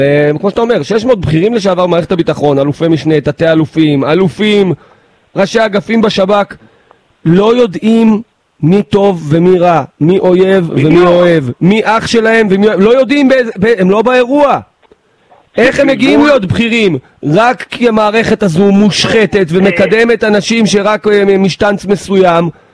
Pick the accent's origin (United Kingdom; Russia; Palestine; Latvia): Palestine; West Bank; גדלתי ביהודה ושומרון, נסענו פה בכבישים והיינו ברווזים במטווח, יהודים במטווח.